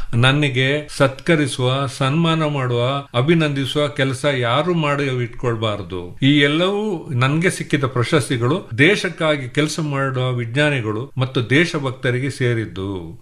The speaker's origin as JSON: {"language": "Kannada", "town": "Puttur", "region": "Karnataka", "country": "India", "tie": "born or raised there", "moved": "yes", "said": "ಆಮೇಲೆ ನನ್ನ ಊರಿನ ಪುತ್ತೂರಲ್ಲಿ ಕರ್ನಾಟಕ ಸಂಘ ಅಂತ ಒಂದು ಸಂಸ್ಥೆಯಲ್ಲಿ"}